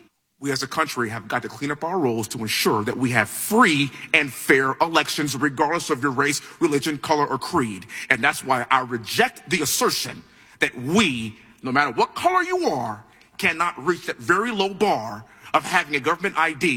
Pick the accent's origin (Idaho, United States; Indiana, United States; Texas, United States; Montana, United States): Texas, United States; Well, in my home state of Texas, we just removed thousands of non-citizens from voter rolls.